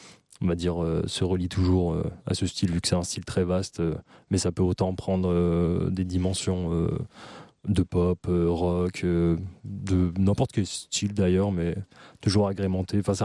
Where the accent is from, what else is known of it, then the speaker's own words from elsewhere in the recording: Auvergne-Rhône-Alpes, France; Du coup, je viens des alentours de Valence. En vrai, je suis un imposteur, je suis ardéchois, je ne viens pas de la Drôme.